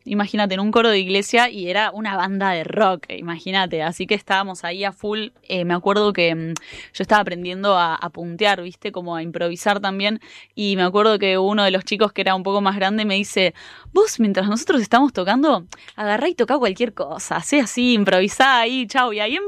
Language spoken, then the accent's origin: Spanish; Necochea, Buenos Aires Province, Argentina; now in Buenos Aires, Argentina; Y me fui cuando era muy chiquita y viví toda mi vida allá, mi infancia, adolescencia, y me considero, sí, soy Necochea.